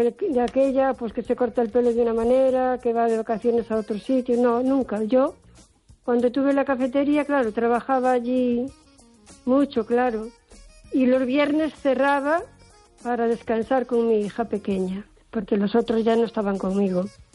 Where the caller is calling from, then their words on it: O Carballiño, Galicia, Spain; de Carballeño.